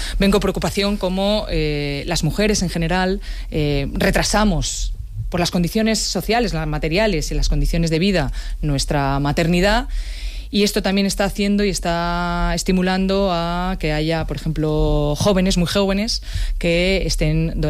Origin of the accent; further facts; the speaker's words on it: Community of Madrid, Spain; como ministra y como madrileña